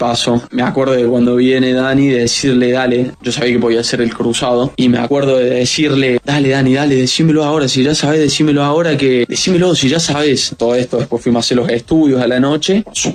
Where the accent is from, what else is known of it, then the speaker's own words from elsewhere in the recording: Argentina; yo que me siento tan argentino, tan representado